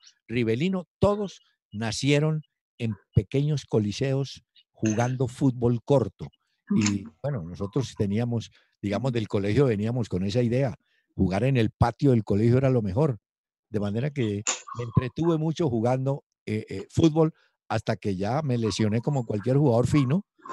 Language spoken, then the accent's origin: Spanish; Cali, Valle del Cauca, Colombia; born there; Yo nací en Cali porque ellos se fueron a vivir muy, muy pronto a Cali.